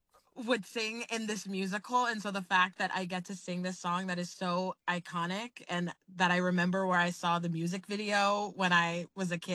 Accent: Maplewood, New Jersey, United States; also born or lived in South Orange / West Orange; now in New York City, United States; So I grew up in Maplewood, and then I moved to South Orange, and then I moved to West Orange. And yeah, and now I live in New York City.

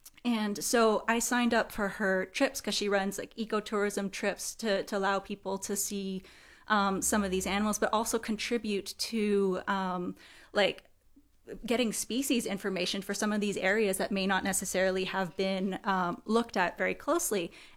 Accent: Toronto, Ontario, Canada; my hometown of Toronto.

